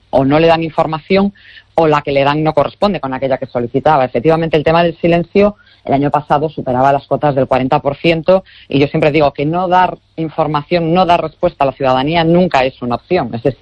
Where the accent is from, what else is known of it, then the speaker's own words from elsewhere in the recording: Galicia, Spain; que afortunadamente se celebra en Galicia y que yo como gallega